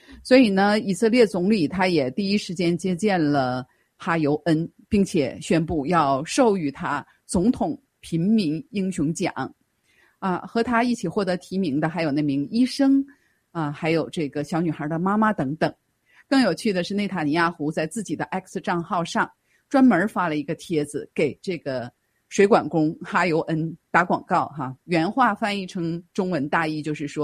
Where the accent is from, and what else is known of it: China